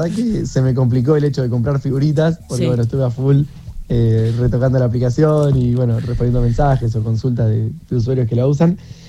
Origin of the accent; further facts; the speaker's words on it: Mar del Plata, Buenos Aires Province, Argentina; yo soy de Mar del Plata.